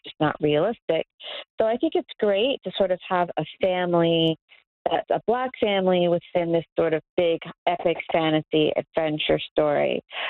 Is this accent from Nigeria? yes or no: yes; Nigeria; I'm Nigerian